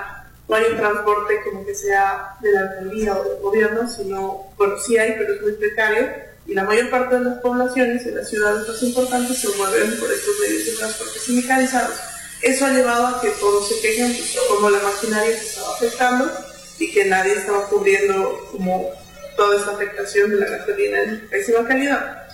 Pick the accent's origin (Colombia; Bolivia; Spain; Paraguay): Bolivia